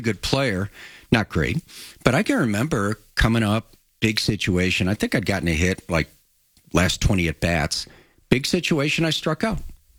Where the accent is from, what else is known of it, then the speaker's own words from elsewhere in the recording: Chicago, Illinois, United States; moved away; growing up in Chicago